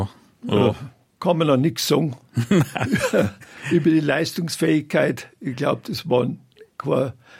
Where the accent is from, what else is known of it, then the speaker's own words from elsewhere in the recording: Röhrenbach, Bavaria, Germany; ich bin 1941 in Alzesberg, einem kleinen Dorf in der Gemeinde Röhrenbach, geboren und ich habe keinen Vertriebenen- oder Migrationshintergrund